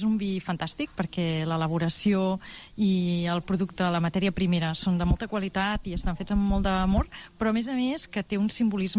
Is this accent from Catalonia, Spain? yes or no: yes; Sabadell, Catalonia, Spain; jo coincideix que sóc de Sabadell, per tant me'l sento també molt meu, aquest rodal